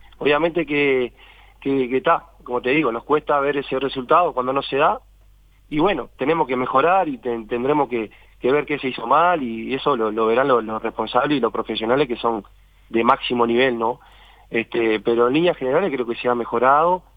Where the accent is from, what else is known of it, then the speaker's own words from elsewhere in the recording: Uruguay; somos uruguayos